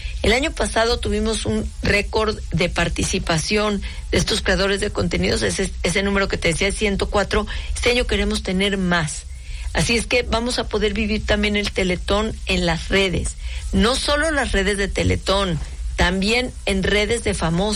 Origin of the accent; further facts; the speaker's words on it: Mexico; Es una joya, porque nos recuerda lo que realmente somos los mexicanos, ¿no?